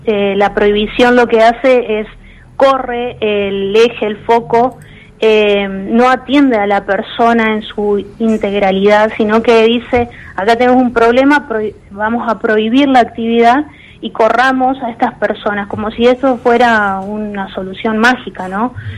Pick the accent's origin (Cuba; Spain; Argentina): Argentina